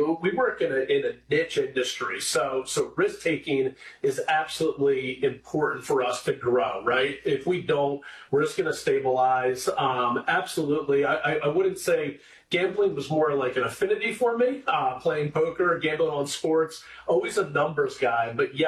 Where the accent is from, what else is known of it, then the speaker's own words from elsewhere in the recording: Chester County, United States; Yeah, I'm from here in Chester County. I'm the oldest of four.